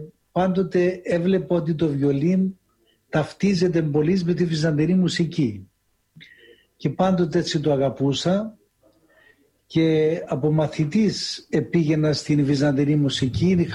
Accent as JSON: {"language": "Greek", "region": "Famagusta District", "country": "Cyprus", "tie": "born or raised there", "moved": "as an adult", "lives_now": "Mount Athos, Greece", "said": "πήγαινα μόνος μου εγώ από το χωριό μου σε μια κομμόπολη στο Λευκόνικο, έτσι λεγόταν"}